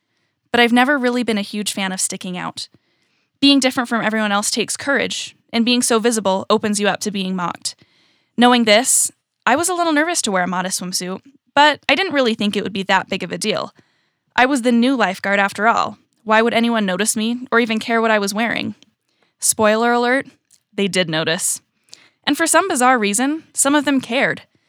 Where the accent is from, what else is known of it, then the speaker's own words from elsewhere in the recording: California, United States; also born or lived in Utah / Virginia; I was born in Utah, but I was raised in California and in Virginia, and currently I'm a freshman at college.